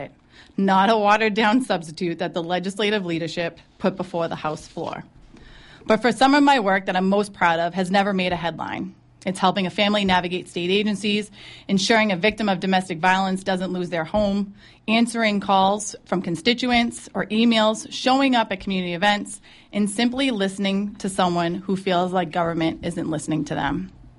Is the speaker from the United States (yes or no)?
yes; Abington, Massachusetts, United States; I was born and raised in Abington, and today my husband, George, and I are raising our two young children in the same community that raised me.